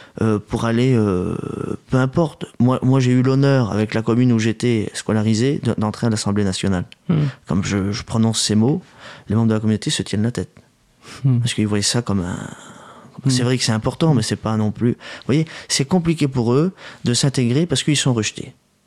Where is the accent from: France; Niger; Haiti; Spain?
France; on est français, avant tout. Moi je suis voyageur, je suis en errance